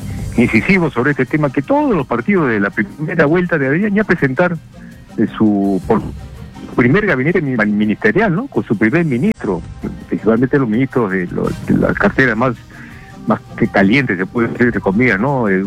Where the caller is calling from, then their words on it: Lima, Peru; acá de Zárate